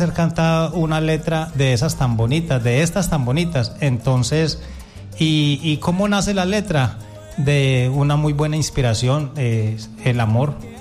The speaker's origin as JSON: {"language": "Spanish", "town": "Cartago", "region": "Valle del Cauca", "country": "Colombia", "said": "todos somos de Cartago"}